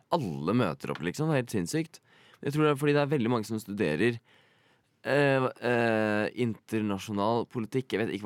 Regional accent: Oslo, Norway; jeg er fra Oslo.

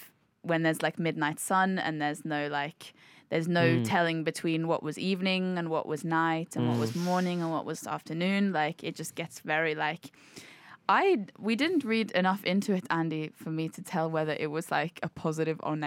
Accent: London, United Kingdom; I get pegged as like the city girl because I'm from London and I grew up in London.

